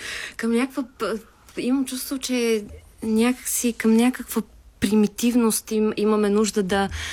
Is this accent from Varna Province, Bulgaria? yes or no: yes; Varna, Varna Province, Bulgaria; съм от Варна.